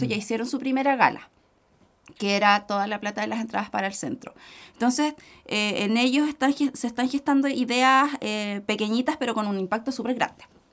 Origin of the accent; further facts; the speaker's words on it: Chile; Por supuesto que sí, y estamos todos como chilenos muy agradecidos.